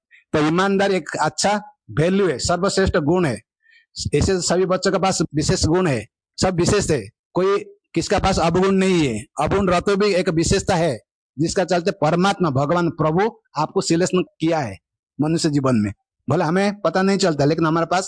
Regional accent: Odisha, India; born or raised there

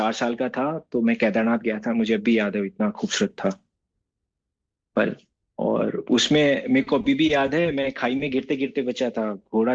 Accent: Jaipur, Rajasthan, India; also born or lived in Guwahati / Ranikhet; जैसे मेरा home town Jaipur है, बट मेरा मेरा बॉर्न गुवाहाटी में हुआ

